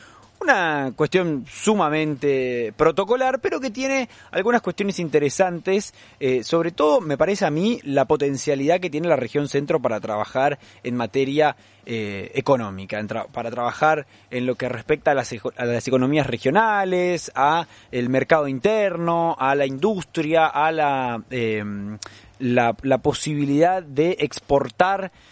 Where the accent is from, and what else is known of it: Argentina